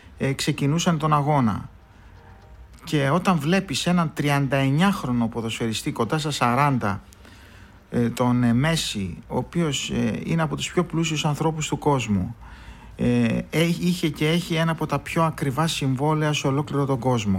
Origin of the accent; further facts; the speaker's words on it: Greece; σαν φίλαθλος του ΠΑΟΚ και σαν Έλληνας που αγαπά την πατρίδα